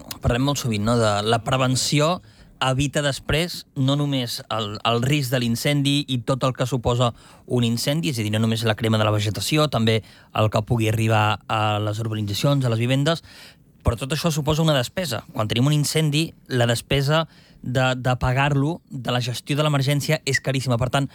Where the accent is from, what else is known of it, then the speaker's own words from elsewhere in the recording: Sant Joan les Fonts, Catalonia, Spain; a la Garrotxa, jo al meu poble, Sant Joan les Fonts, tu surts a caminar i hi ha molta diferència entre un terreny i un altre.